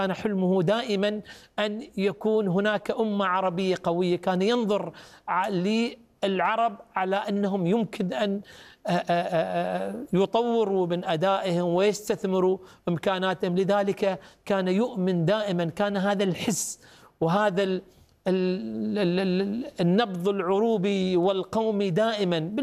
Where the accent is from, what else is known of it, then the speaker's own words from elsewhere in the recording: Qatar; نحن حتى كقطريين